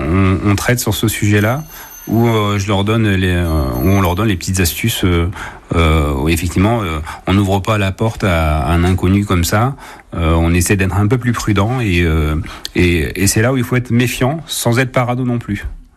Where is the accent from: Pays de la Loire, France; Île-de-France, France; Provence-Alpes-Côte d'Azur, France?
Pays de la Loire, France; Laval; moi je suis lavallois, je suis né à Laval, j'ai connu Laval plus sûr que l'heure actuelle.